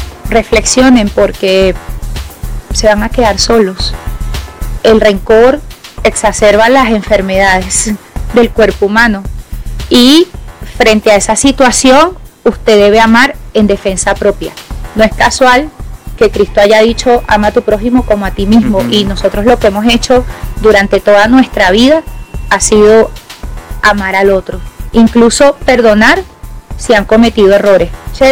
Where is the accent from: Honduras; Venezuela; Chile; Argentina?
Venezuela; el rol que tenemos hoy como venezolanos y venezolanas